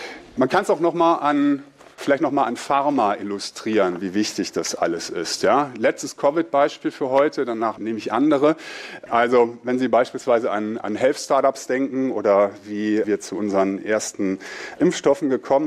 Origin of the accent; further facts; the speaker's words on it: Baden-Württemberg, Germany; Ich komme aus Baden-Württemberg.